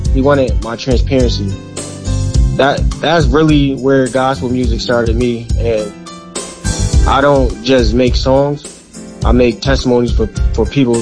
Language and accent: English; New Haven, Connecticut, United States; Growing up in New Haven